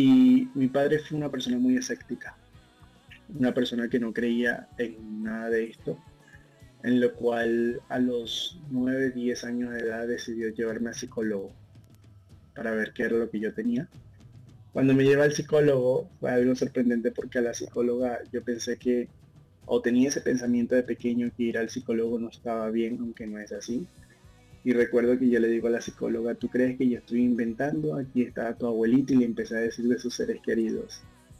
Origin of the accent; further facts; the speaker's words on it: Venezuela; now in Spain; yo soy un joven de 21 años, soy venezolano